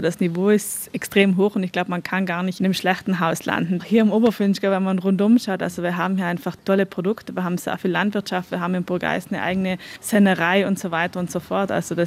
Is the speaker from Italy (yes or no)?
yes; Trentino-Alto Adige, Italy; Ich bin hier quasi in dem Betrieb aufgewachsen.